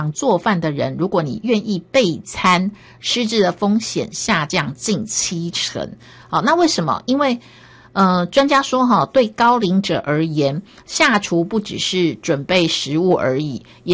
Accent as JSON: {"language": "Chinese", "country": "Taiwan"}